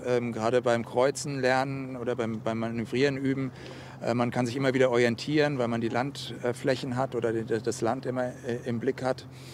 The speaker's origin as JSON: {"language": "German", "town": "Biedenkopf", "region": "Hesse", "country": "Germany", "tie": "born there", "moved": "as an adult", "lives_now": "Schleswig-Holstein, Germany", "said": "Ich bin Hesse, ja. Ich bin im Biedenkopf, also Landkreis Marburg-Biedenkopf, geboren. Habe damals auf dem Edersee segeln gelernt und zum Studium bin ich nach Schleswig-Holstein gekommen."}